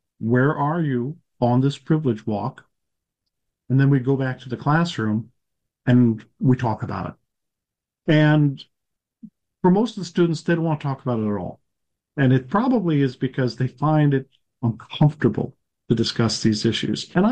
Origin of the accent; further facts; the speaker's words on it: Monterey Park, California, United States; also born or lived in Los Angeles; growing up in Monterey Park